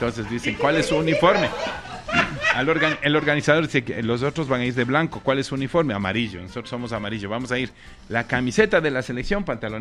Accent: Ecuador; somos bien ecuatorianos.

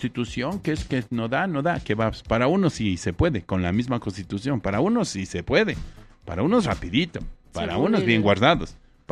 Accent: Ecuador; Seguimos en la tremenda delincuencia nosotros como ecuatorianos también.

